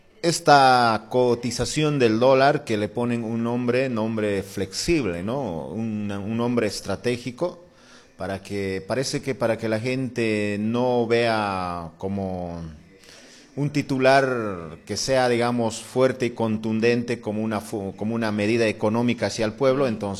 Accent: Bolivia

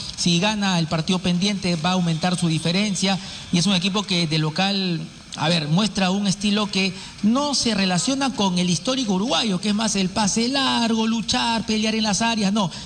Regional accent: Peru; ya me involucro como peruano

